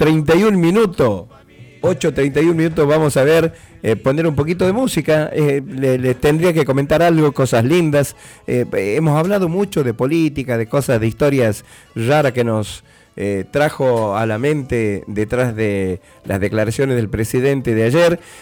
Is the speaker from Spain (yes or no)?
no; Monteagudo, Tucumán, Argentina; moved away; mi pueblo querido, Monteagudo.